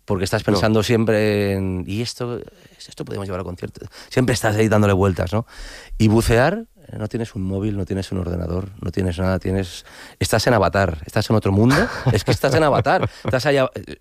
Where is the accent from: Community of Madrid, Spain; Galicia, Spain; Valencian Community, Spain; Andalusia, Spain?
Valencian Community, Spain; Valencia; born there; yo vengo de Escolapios, de los escolas, escuelas pías en Valencia.